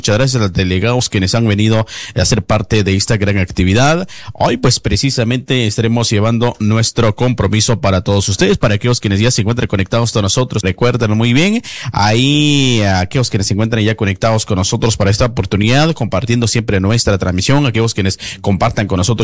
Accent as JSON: {"language": "Spanish", "country": "Guatemala", "said": "en diferentes municipios que los identifica como guatemaltecos que somos, ¿verdad?"}